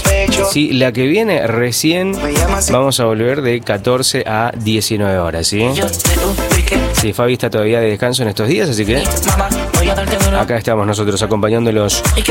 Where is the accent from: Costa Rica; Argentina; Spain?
Argentina; somos argentinos